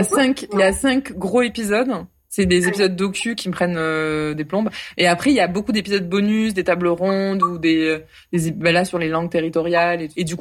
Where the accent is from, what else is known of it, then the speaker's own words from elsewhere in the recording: Occitanie, France; born there; l'occitan fait partie de ma culture, parce que je suis née dans le Tarn